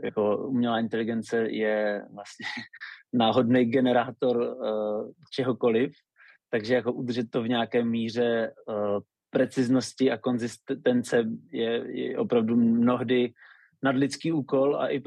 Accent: Lipník nad Bečvou, Olomouc Region, Czechia

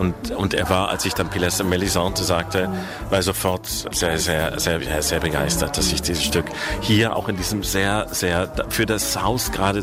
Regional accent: Essen, North Rhine-Westphalia, Germany; born or raised there

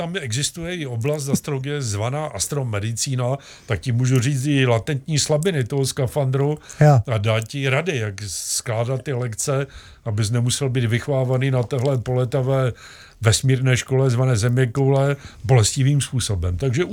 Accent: Ostrava, Moravian-Silesian Region, Czechia; also born or lived in Opava; Narodil jsem se v Opavě, ale vyrůstal v Ostravě a ty v Čeladné udělal výsadek, takže jsme oba dva synci z kraje Razovitého.

